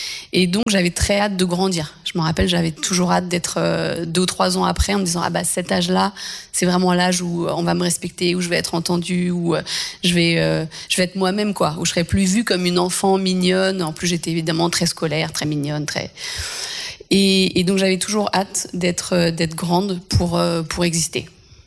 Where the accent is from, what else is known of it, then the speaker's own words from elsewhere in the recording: Île-de-France, France; j'ai grandi en Seine-et-Marne, avec 2 frères, 2 parents, dans une maison, donc une enfance plutôt privilégiée.